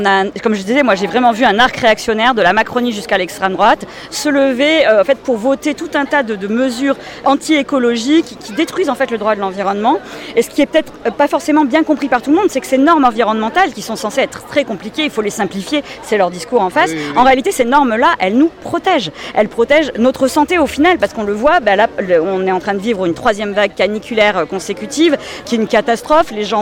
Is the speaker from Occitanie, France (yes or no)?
yes; Toulouse, Occitanie, France; Hein, je viens de Toulouse, où on s'est largement battu et on continuera à se battre d'ailleurs contre l'autoroute A69